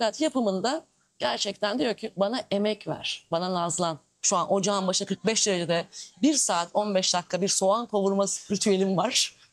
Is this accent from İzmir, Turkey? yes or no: yes; Izmir, İzmir, Turkey; Ben İzmirliyim, doğma büyüme İzmirliyim.